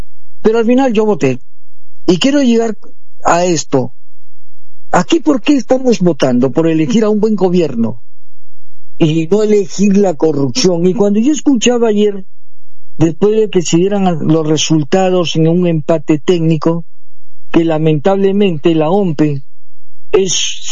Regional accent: Peru; now in Tacna, Peru; Estamos luchando acá en Tacna con una votación contra la nación aymara. Y yo digo, pero si en el Perú no hay ninguna nación aymara. Todos somos peruanos

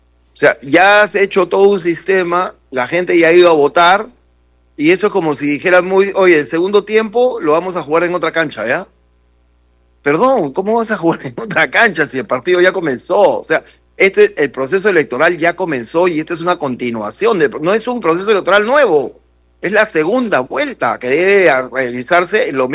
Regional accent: Peru

